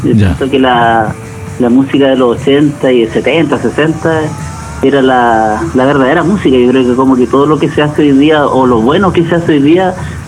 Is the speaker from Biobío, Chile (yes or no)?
yes; Concepción, Biobío, Chile; moved away as an adult; now in Santiago, Chile; partí en Conce, igual me vine grande, tuve un par de bandas con mi hermano, después bandas de colegio, lo típico, y Y para acá me vine con mi banda de Concepción, pues nos vinimos hasta que duramos junto acá. Pero estuve en Concepción y ahora en Santiago